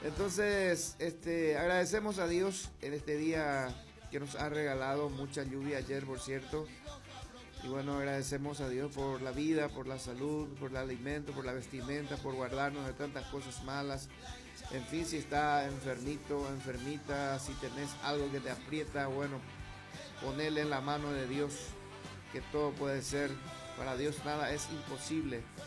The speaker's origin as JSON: {"language": "Spanish", "country": "Paraguay", "said": "estamos felices porque como paraguayo"}